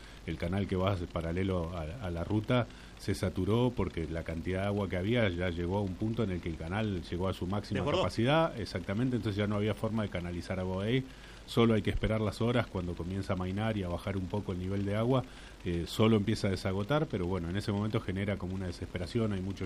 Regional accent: Junín de los Andes, Neuquén, Argentina; los que somos de Junín

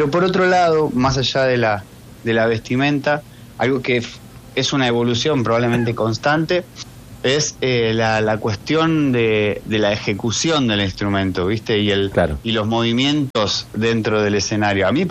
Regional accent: Buenos Aires, Argentina; yo sí soy porteño

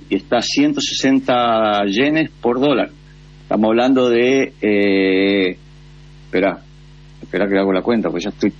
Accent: Argentina; now in Tokyo, Japan; somos todos argentinos, somos nosotros, somos todos argentinos

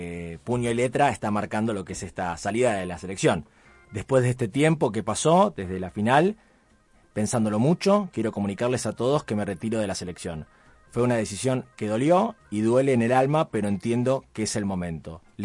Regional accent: Argentina; de parte nuestra como pueblo argentino

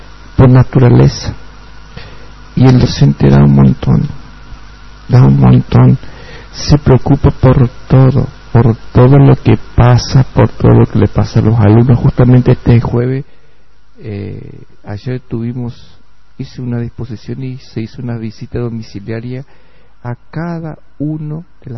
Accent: Las Breñas, Chaco, Argentina; moved away as an adult; now in General San Martín, Argentina; yo soy de Las Breñas, voy a cumplir 29 años que vine a San Martín

